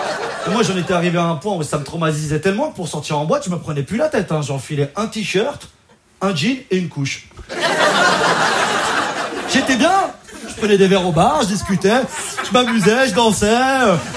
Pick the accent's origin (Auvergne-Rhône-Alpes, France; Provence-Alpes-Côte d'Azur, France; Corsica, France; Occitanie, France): Auvergne-Rhône-Alpes, France